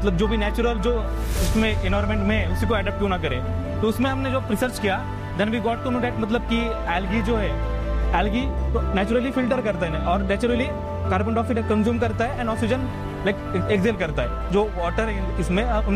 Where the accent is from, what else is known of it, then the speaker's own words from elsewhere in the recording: Beed, Maharashtra, India; I am from basically from Beed Maharashtra